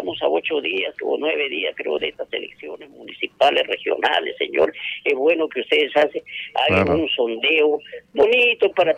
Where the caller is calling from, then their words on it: Arequipa, Peru; Yo tengo la suerte de estar acá en Arequipa